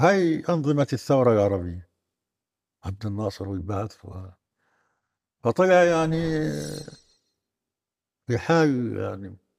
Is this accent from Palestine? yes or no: yes; Gaza, Gaza Strip, Palestine; moved away; أنا طويل من غزة